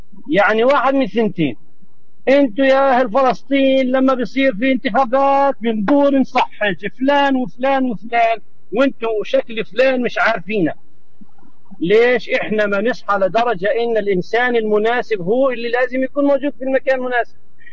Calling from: Palestine; عندنا في فلسطين

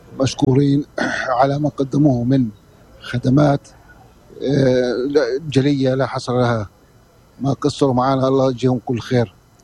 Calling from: Bal'a, Tulkarm Governorate, Palestine; من بلعة الكرم.

